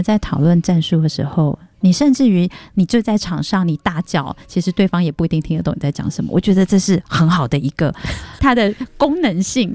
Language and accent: Chinese; Taiwan; 我们台湾人